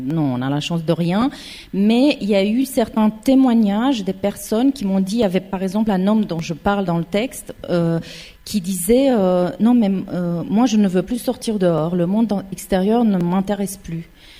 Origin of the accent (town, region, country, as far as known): Romania; born or raised there; moved away